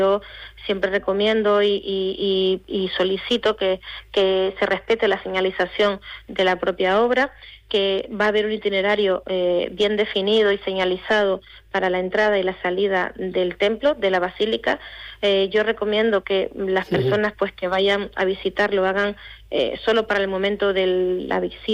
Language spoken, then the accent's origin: Spanish; Canary Islands, Spain; seguir construyendo la identidad que como pueblo canario también nos visibiliza y nos identifica y nos une, al fin y al cabo.